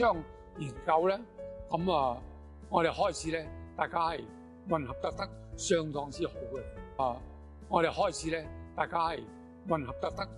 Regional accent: Hong Kong; also born or lived in Guangzhou; 咁我咧就系49年嘅时间由广州落咗香港嘅，嗰时我系4岁。咁我喺香港长大，喺香港学大戏。

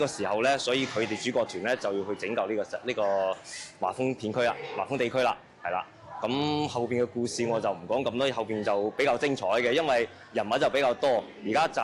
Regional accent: China; 咁我哋中國人啲心靈手巧嗰啲嘢全部表現喺入面㗎嘛，

